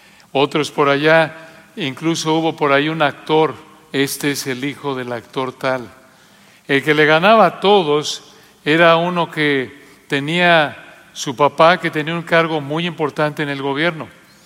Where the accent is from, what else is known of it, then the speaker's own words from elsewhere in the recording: Mexico City, Mexico; Cuando era niño, yo recuerdo allá en la Ciudad de México